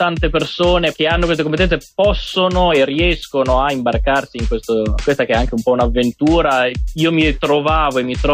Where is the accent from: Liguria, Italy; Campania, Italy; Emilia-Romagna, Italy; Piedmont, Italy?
Emilia-Romagna, Italy; Bologna; moved away as an adult; Sono nato e cresciuto a Bologna, adesso sono in realtà da qualche anno un po' fuori, ma comunque gravito sempre attorno alla mia città